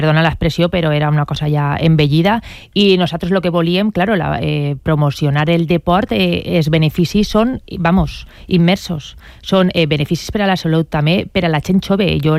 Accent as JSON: {"language": "Catalan", "town": "Meliana", "region": "Valencian Community", "country": "Spain", "tie": "born or raised there", "said": "jo m'he criat en Meliana"}